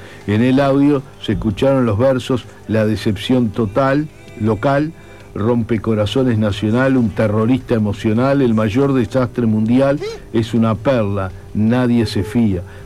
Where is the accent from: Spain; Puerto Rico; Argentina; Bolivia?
Argentina; También somos argentinos, somos parte de un pueblo en donde el fútbol no es solo un deporte, es parte de nuestra identidad, de nuestra historia, de nuestra cultura.